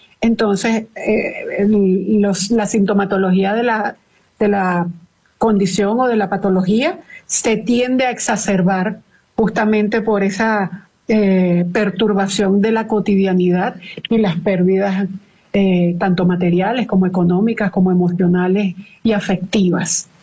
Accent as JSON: {"language": "Spanish", "country": "Venezuela", "said": "nosotros como venezolanos somos una población que de todo sacamos un chiste"}